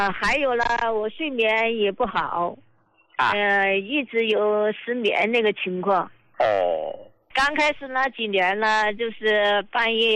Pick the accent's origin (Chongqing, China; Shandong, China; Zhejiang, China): Chongqing, China; 我是重庆这边的患者。